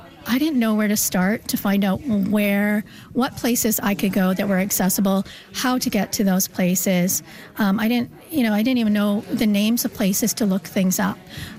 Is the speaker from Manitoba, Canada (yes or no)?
yes; Manitoba, Canada; moved away as an adult; now in Saint John, Canada; I've lived here for 10 years. I'm originally from Manitoba.